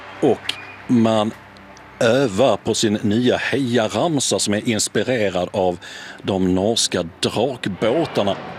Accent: Sweden; som svensk

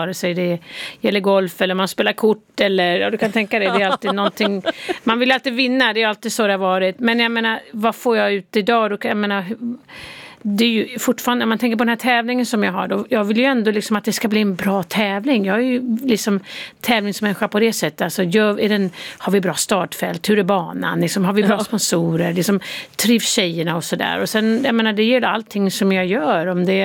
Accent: Sweden; now in United States; Ja, jag är fortfarande svensk medborgare. Det måste jag tala om. Barnen är ju svensk medborgare också, så jag försöker hålla den kontakten.

